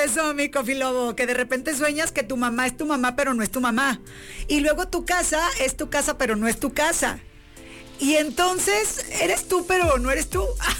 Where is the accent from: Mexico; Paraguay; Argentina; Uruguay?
Mexico; Nuevo Laredo, Tamaulipas; yo soy de Nuevo Laredo.